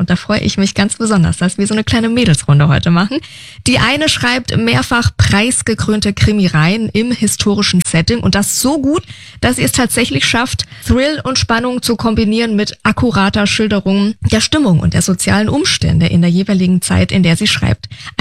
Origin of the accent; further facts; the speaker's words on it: Nuremberg, Bavaria, Germany; born there; now in Berlin, Germany; Nürnberg mein Geburtsort übrigens, Berlin mein aktueller Wohnort.